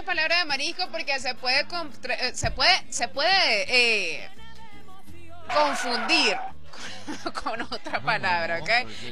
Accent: Venezuela; así como somos nosotros los venezolanos.

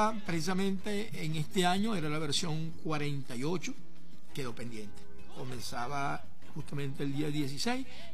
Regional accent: Villanueva, La Guajira, Colombia; moved away; en mi pueblo, pues en Villanueva.

